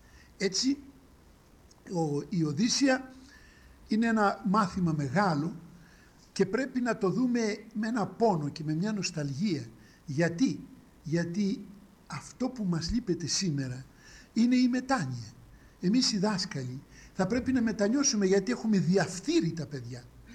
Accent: Greece; είμαστε Έλληνες

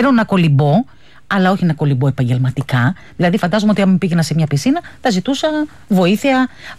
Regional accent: Mytilene, North Aegean, Greece; Και εγώ, που είμαι από τη Μυτιλήνη

